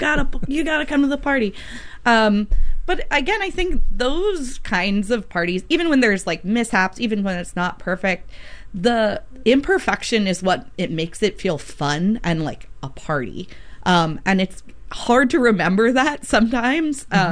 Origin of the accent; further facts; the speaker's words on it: Alabama, United States; So I grew up in the South, in Alabama, where everyone is constantly being like, you have to come over for tea.